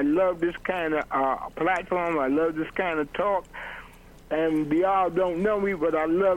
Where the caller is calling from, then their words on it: Paterson, New Jersey, United States; I am also from New Jersey, from Paterson, New Jersey.